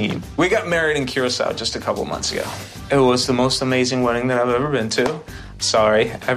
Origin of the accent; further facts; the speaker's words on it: Caracas, Capital District, Venezuela; now in Chicago, United States; I grew up in Caracas, Venezuela. Right around 8 years old, I started making arepas